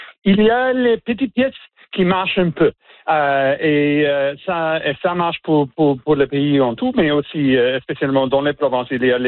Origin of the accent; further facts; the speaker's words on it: Newfoundland and Labrador, Canada; par exemple, chez moi, en Terre-Neuve-Labrador, il y a un peu plus de programmes pour quelques gens qui ont la pauvreté